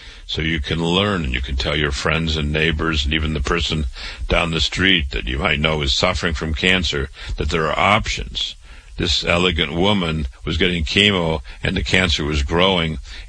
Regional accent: Waterloo, Iowa, United States; born or raised there

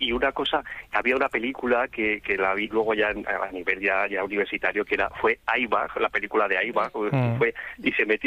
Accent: Castile and León, Spain; now in Alcalá, Spain; Mira, estoy en Alcalá, es un culebrón ya en sí, pero yo soy de Torto de Leva, de Burgos, y te mando un saludo desde nuestra tierrilla.

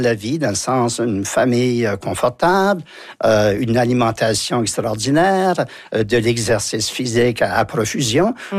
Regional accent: Saint-François-de-Madawaska, New Brunswick, Canada; also born or lived in Saint-Basile, New Brunswick; Mais j'ai grandi dans le Haut-Madawaska, dans la région de Saint-François.

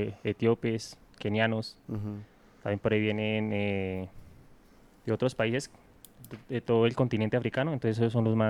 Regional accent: La Calera, Cundinamarca, Colombia; also born or lived in Chía; yo nací en Chía, pero me crié en La Calera, Cundinamarca.

